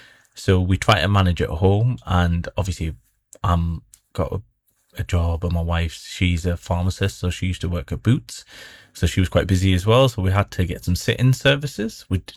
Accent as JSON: {"language": "English", "town": "Sunderland", "region": "North East England", "country": "United Kingdom", "tie": "born or raised there", "said": "obviously born and bred in the Northeast. I'm actually born in Sunderland. Apologies for that, guys, but born and bred in Sunderland, grew up there."}